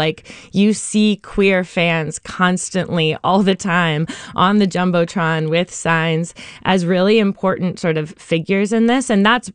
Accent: Oakland, California, United States; I grew up here in Oakland and then I lived away for a while and now I'm back.

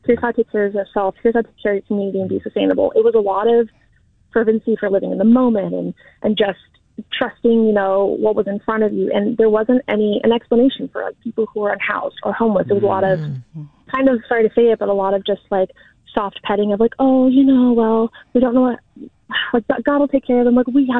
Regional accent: Martinez, California, United States; I go to San Francisco, I work in Berkeley, like I grew up in Martinez.

